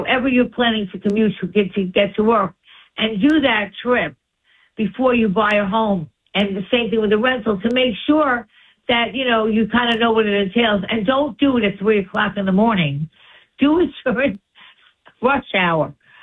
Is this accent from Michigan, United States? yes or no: no; Long Island, New York, United States; moved away as an adult; now in New York City, United States; I was from Long Island